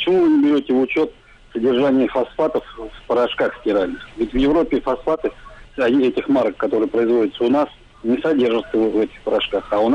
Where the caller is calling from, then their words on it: Moscow, Russia; из Москвы.